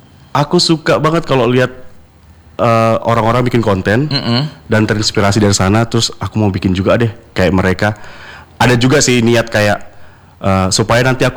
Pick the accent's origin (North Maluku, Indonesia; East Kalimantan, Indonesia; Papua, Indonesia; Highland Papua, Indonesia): East Kalimantan, Indonesia; Sebuntal; Kebetulan saya dari desa Sebuntal di Kecamatan Marangkayu. Memang dari kecil udah main bola.